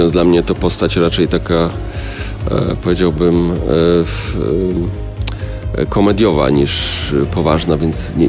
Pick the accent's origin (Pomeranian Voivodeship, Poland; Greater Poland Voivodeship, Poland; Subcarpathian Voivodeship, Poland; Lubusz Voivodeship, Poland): Greater Poland Voivodeship, Poland; Ja jestem Wielkopolaninem, chociaż on sam jest z Łódzkiego.